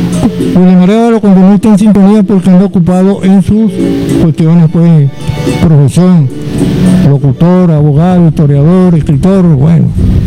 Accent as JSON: {"language": "Spanish", "town": "San Juan de los Morros", "region": "Guárico", "country": "Venezuela", "tie": "born or raised there", "also_born_or_lived": "Caracas, Venezuela", "said": "yo nací, por accidente, nací en la Concepción Palacio, donde nacen todos los caraqueños, ¿no? Bueno, y a la edad de 4 años me trajeron para acá, para Simón de los Morros"}